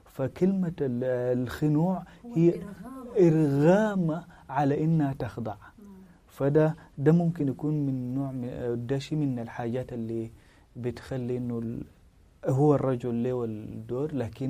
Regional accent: Sudan; إحنا كمجتمع سوداني

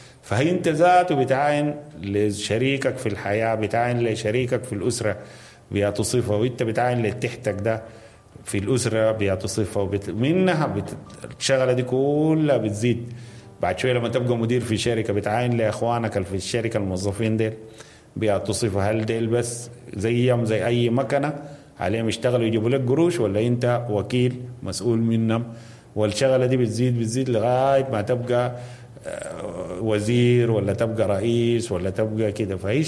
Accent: Sudan; إحنا كسودانيين نقيف ونشوف أنا كسوداني

